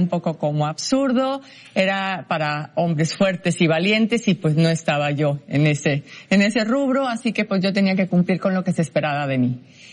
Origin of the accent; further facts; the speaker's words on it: Mexico; mexicana, alpinista, abogada, emprendedora social, consultora y principalmente madre.